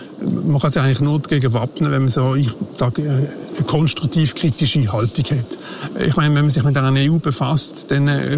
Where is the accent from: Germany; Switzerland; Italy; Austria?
Switzerland; moved away as an adult; now in Brussels, Belgium; da stellt man sich ab und zu die Frage als Schweizer